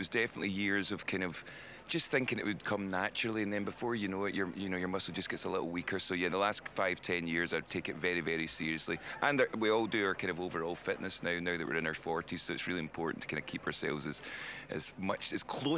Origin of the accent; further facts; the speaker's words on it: Scotland, United Kingdom; as a Scotsman as well, a Scottish person